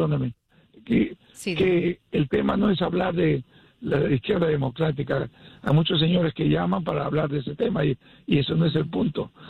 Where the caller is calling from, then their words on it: New York City, New York, United States; Le llamo de Brooklyn, Nueva York.